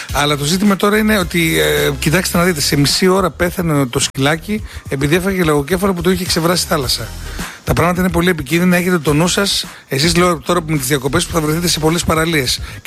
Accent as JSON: {"language": "Greek", "town": "Megali Panagia", "region": "Central Macedonia", "country": "Greece", "tie": "born or raised there", "said": "που είχε πάει και στο χωριό μου στη Μεγάλη Παναγία με 5.000 άτομα κάτω"}